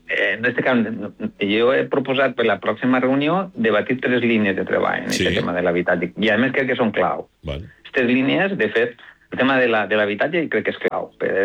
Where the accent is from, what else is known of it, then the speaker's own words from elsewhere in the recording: L'Olleria, Valencian Community, Spain; que jo soc d'Olleria, visquen allà a l'Homan Ferit, sí. Soc ja mig adoptat, o sigui, soc mig